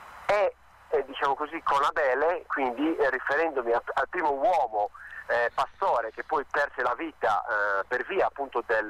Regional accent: Sardinia, Italy; della mia terra, che quindi parte dalla Sardegna

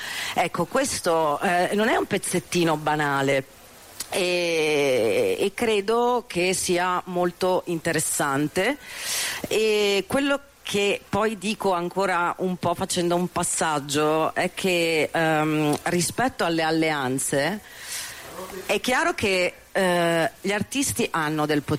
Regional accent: Bologna, Emilia-Romagna, Italy; io vengo da Bologna

